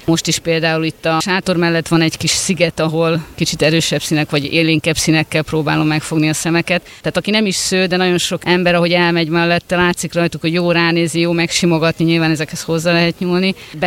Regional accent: Somogy, Hungary; Hát ugye én somogyi vagyok, kicsit hazabeszélek

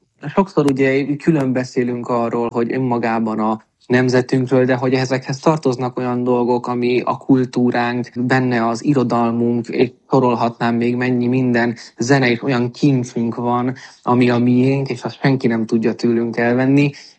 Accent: Hungary; magyarok vagyunk

